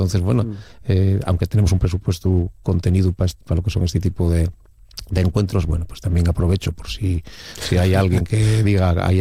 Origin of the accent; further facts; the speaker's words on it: Asturias, Spain; Yo siempre digo, desde dentro, soy del Oriente